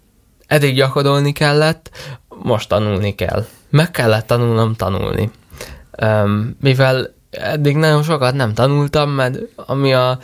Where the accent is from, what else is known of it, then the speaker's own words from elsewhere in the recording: Győr-Moson-Sopron, Hungary; én Győr mellől származom